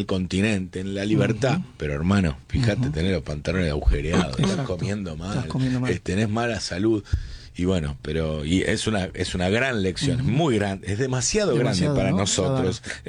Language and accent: Spanish; Argentina; esta mixtura que somos los argentinos